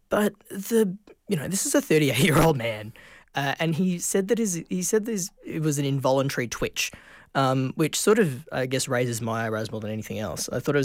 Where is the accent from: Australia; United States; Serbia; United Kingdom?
Australia; we're all equally qualified to get on board because we're all Australian. We're all having fun.